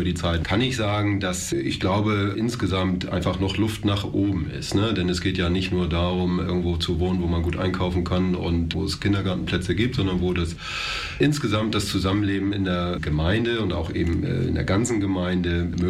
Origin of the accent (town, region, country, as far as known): Flensburg, Schleswig-Holstein, Germany; now in Roßdorf, Germany